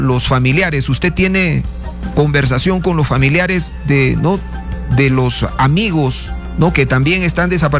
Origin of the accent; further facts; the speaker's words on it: Peru; todos los peruanos estamos con ustedes